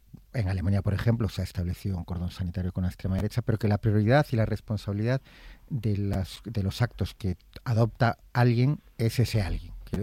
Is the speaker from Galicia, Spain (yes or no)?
yes; Galicia, Spain; como vengo de Galicia y he escuchado durante una década la cantinela del Feijóo moderado